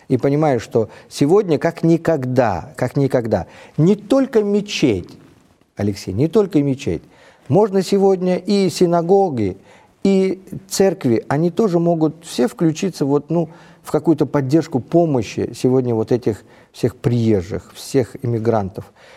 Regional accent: Uzbekistan; born or raised there

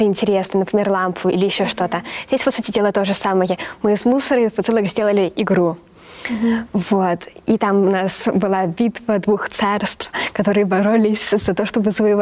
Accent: Mexico; Russian is a second language; был момент в том, что мы такие девушки из Мексики очень много ныли.

